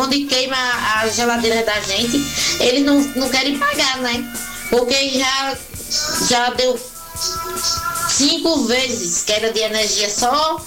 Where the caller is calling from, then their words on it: Marituba, Pará, Brazil; Aqui é do Vale Marituba. Falo aqui do Vale Marituba.